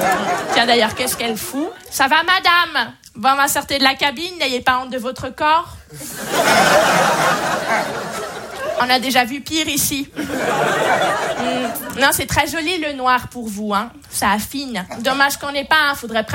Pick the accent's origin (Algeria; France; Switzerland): Switzerland; Moi, à chaque fois que je dis à un Français que je viens de Suisse, il me dit toujours la même chose.